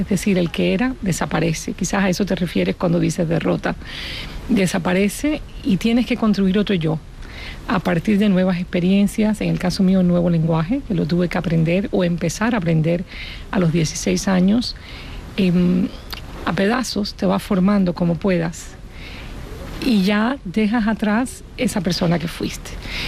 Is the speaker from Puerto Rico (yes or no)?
no; Cuba; moved away; porque yo soy emigrante. Yo salí de Cuba en el año 80 en un barco, como mi personaje.